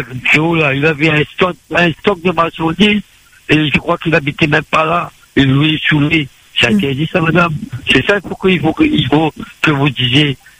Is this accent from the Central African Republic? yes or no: no; Saint-Denis, Réunion; born there; Moi, je suis né à La Réunion, à Saint-Denis-la-Réunion.